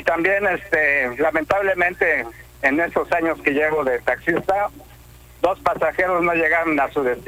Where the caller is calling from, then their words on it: Cancún, Quintana Roo, Mexico; Acabo de cumplir también 33 años de servidor de taxi aquí en Cancún.